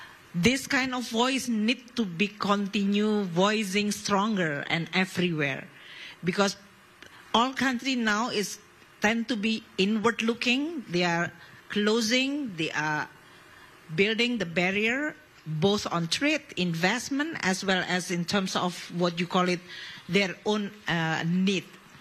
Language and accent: English; Indonesia; I mean, I come from Indonesia, archipelago country with very obvious this climate change implication.